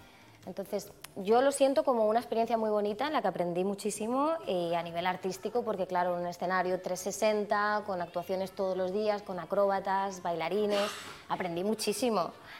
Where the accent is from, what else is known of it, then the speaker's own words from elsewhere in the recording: Badalona, Catalonia, Spain; born there; pero yo ya nací en Barcelona.